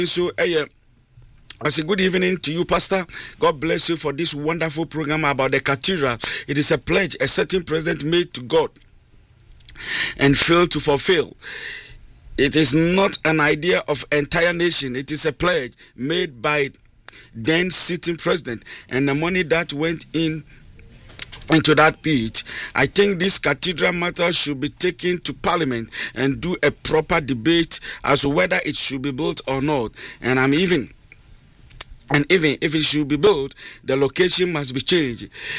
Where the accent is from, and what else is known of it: Tema, Greater Accra, Ghana